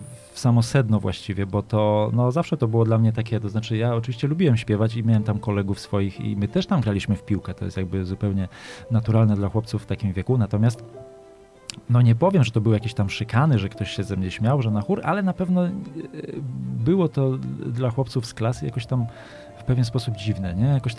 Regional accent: Zabrze, Silesian Voivodeship, Poland; Ja pochodzę z Zabrza

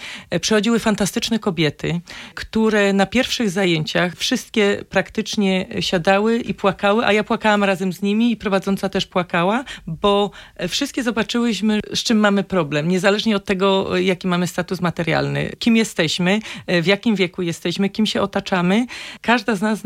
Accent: Silesian Voivodeship, Poland; Czas, w którym teraz jesteśmy, my jako Ślązacy, jako nasz region, jest bardzo trudny.

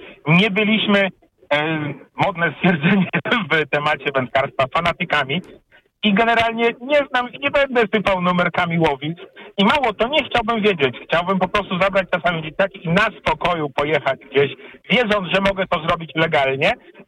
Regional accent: Lublin Voivodeship, Poland; moved away; Ja akurat pochodzę zupełnie z innej części Polski, bo z lubelskiego, i wspominam naprawdę fenomenalne te dziecięce lata wędkowania.

